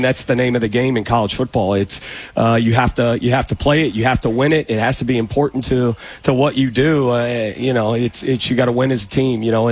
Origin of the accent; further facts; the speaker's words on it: Oxford, Ohio, United States; moved away as an adult; now in Dayton, United States; I grew up in Oxford, Ohio, so I grew up, 40 minutes down the road.